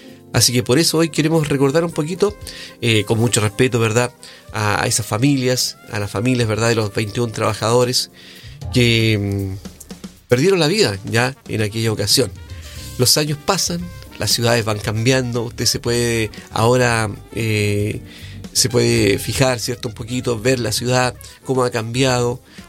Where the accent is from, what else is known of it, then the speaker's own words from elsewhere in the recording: Coronel, Biobío, Chile; Así que para quienes somos de Coronel o también de Lota, que es también una comuna minera, ¿verdad?